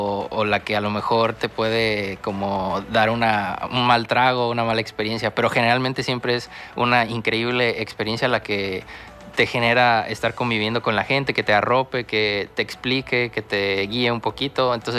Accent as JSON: {"language": "Spanish", "region": "Tabasco", "country": "Mexico", "said": "ya extrañaba las subidas porque vengo de Tabasco y es plano todo."}